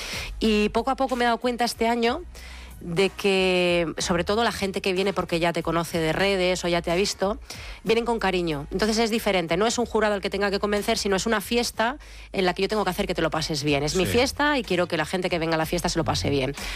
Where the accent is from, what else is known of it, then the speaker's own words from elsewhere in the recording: Bilbao, Basque Country, Spain; pero yo soy de Bilbao, no podía reculear, ¿sabes?